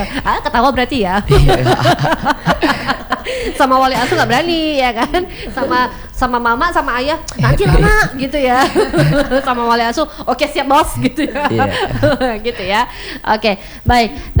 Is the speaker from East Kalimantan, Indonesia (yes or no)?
no; Medan, North Sumatra, Indonesia; kita orang Medan